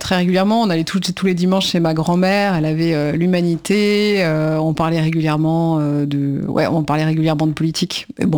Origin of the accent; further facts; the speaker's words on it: Paris, Île-de-France, France; Eh ben, je suis née en 1981. Je suis née à Paris, dans le 19e arrondissement, qui est un quartier, assez populaire, donc la place des Fêtes. Et donc c'est c'était mon cadre de vie